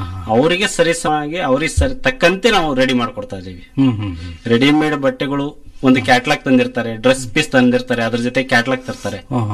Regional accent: Jigadi, Karnataka, India; ನಮ್ಮ ಜಿಗಡಿ ಗ್ರಾಮದಲ್ಲಿ ಮಿಲೇವಿನೂರು ಸ್ವಲ್ಪ ಹತ್ರದಲ್ಲಿ ಸಿಟಿ ಇದ್ದಂಗಿದೆ, ಅಲ್ಲಿಂದನೂ ಸಹಿತ ನಮ್ಮ ಊರಿಗೆ ನಮ್ಮ ಹತ್ರ ಬರ್ತಿದ್ದಾವೆ.

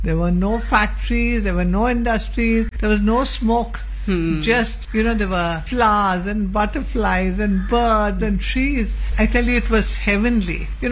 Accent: Karnataka, India; English is a second language; when I joined the hospitals and all, they were surprised that I could even speak English because I came from Karnataka.

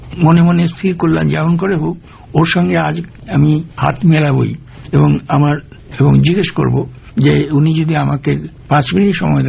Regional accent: Kolkata, West Bengal, India; তাই আমি বললাম যে দেখো আমি তো ভারতবর্ষের লোক। ওই ভারতবর্ষ তো মস্ত বড় দেশ, তো ভারতবর্ষ কোন অঞ্চলের লোক? তাই আমি বললাম যে আমি কলকাতার লোক।

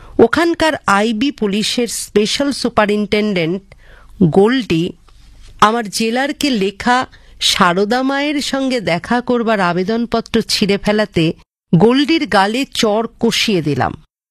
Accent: West Bengal, India; বীরভূম থেকে।

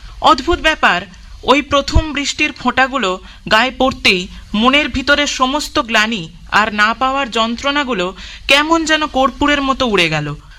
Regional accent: Baranagar, West Bengal, India; আমার বাড়ি বড়ানগরে, আমি বড়ানগর রামকৃষ্ণ মিশন আশ্রম উচ্চ বিদ্যালয়ে পড়ি।

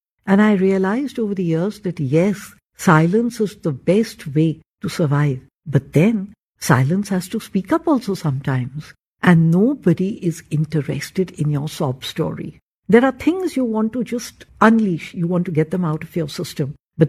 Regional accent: Delhi, India; I was born and brought up in Delhi.

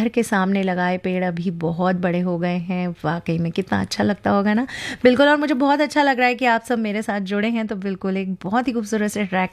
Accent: Amravati, Maharashtra, India; अमरावती से हूँ और जुड़ी रहती हूँ एफएम रेनबो से, और टीवी कम देखती हूँ लेकिन रेडियो बचपन से सुनती हूँ।

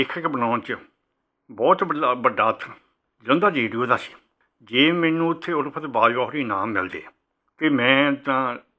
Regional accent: Punjab, India; ਅਤੇ ਸਾਡੇ ਪਿੰਡ ਤੋਂ 5 ਕਿਲੋਮੀਟਰ ਦੂਰ ਨਕੋਦਰ ਪੈਂਦਾ ਸੀ, ਅਤੇ ਮੈਂ ਅਤੇ ਮੇਰਾ ਬ੍ਰਦਰ ਦੋਵੇਂ ਅਸੀਂ ਤੁਰ ਕੇ ਪਾਣੀ ਜਾਂਦੇ ਸੀ।

